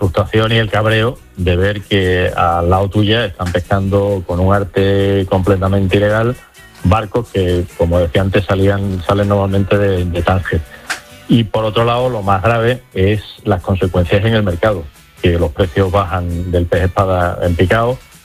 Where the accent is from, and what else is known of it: Spain